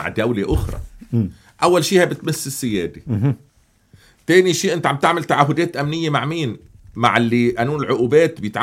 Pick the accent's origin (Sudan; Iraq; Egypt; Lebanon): Lebanon; عندنا بلبنان موجودة،